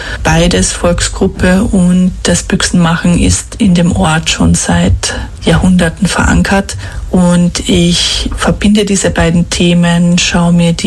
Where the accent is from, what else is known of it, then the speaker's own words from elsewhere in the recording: Ludmannsdorf, Carinthia, Austria; moved away as an adult; now in Vienna, Austria; Ich bin aus Kärnten, also geboren in Kärnten und aufgewachsen in Ludmannsdorf im Rosenthal. Lebe nun seit 16 Jahren in Wien